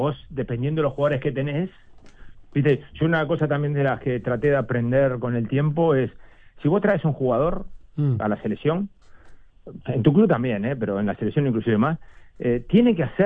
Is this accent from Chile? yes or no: no; Uruguay; somos uruguayos